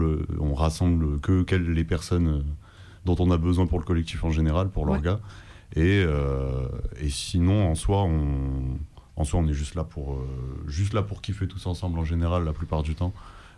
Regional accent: Montpellier, Occitanie, France; now in Lyon, France; moi je viens de Montpellier à la base, je suis monté il n'y a pas longtemps à Lyon

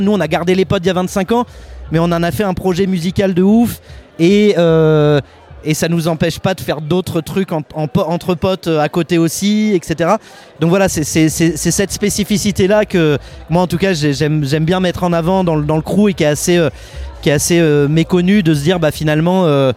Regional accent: Chartres, Centre-Val de Loire, France; moved away; On est originaire de Chartres. Donc Chartres. Et donc notre QG, c'est Chartres, on va dire.

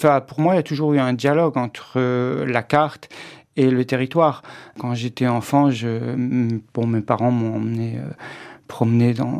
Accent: Auvergne-Rhône-Alpes, France; j'ai grandi dans l'Isère, et de l'autre côté, c'était l'Ain.

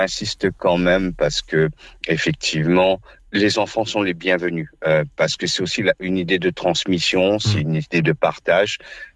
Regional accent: Réunion; first language Réunion Creole; French is a second language; le créole quand même soit reconnu et pas juste une seconde langue, puisqu'on vit avec ça, on est avec ça, c'est notre langue natale.

